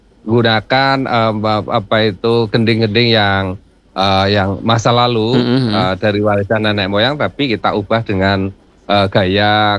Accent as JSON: {"language": "Indonesian", "region": "Central Java", "country": "Indonesia", "said": "di kampung saya dan sekitarnya, terutama di Kabupaten Semarang"}